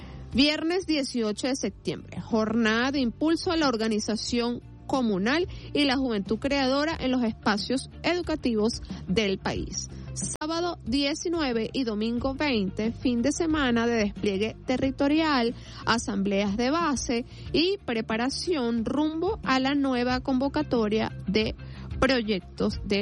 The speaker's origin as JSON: {"language": "Spanish", "country": "Venezuela"}